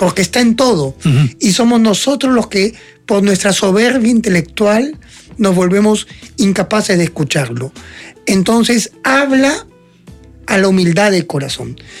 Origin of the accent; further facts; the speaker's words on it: Miraflores, Lima, Peru; also born or lived in Argentina / Yarinacocha; Yo me siento, así como soy peruano-argentino, también soy miraflorino y yarinense. mi identidad es múltiple.